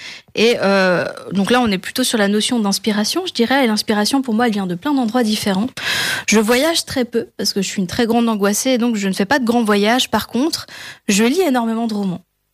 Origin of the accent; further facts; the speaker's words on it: Grand Est, France; Je suis originaire de la région d'Alsace